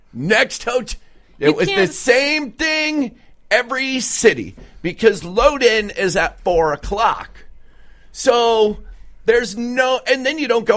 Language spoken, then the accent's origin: English; Traverse City, Michigan, United States; as soon as I mentioned I was from Traverse City, he goes, do you know Kenny Olsen?